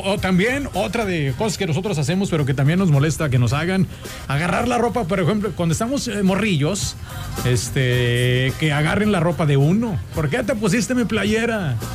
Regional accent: Mexico; como buenos mexicanos que somos

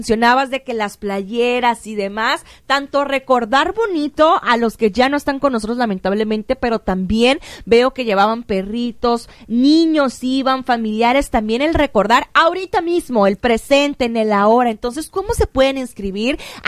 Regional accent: Mexico; Mucho color, mucho lo que nos distingue a nosotros como mexicanos, y más la fecha en la que va a ser.

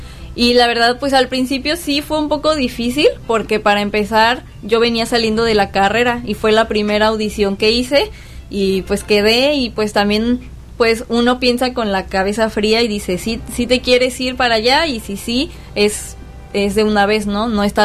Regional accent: Veracruz, Mexico; porque justo pues yo vengo de Veracruz y pues sentir que también estoy tocando pues mis raíces de allá acá

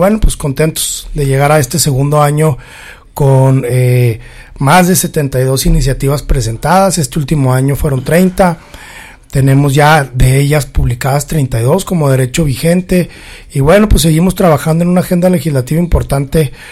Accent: Chihuahua, Mexico; a quienes somos chihuahuenses

